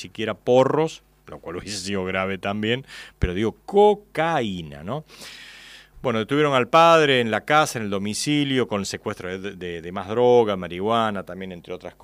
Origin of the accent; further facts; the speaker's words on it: Córdoba, Argentina; moved away; Colonia San Bartolomé, allá por mis pagos, en el, ¿sí?, departamento San Justo.